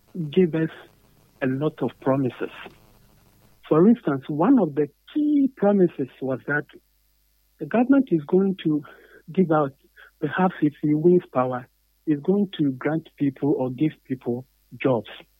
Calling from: Takoradi, Western Region, Ghana; I'm in Takoradi.

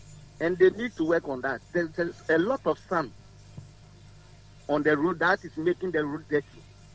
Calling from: Sekondi, Western Region, Ghana; I'm calling from Sekendi.

